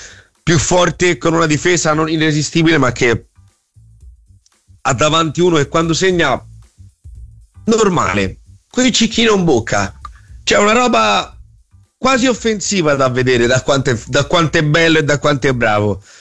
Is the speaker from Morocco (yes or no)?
yes; Morocco; io sono marocchino, ragazzi, io non vedo l'ora che in Marocco può giocare con la Francia